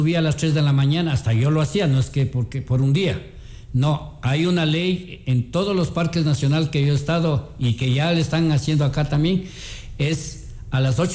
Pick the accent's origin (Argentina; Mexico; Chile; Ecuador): Ecuador; Como montañeros libres, como ecuatorianos, sí podemos.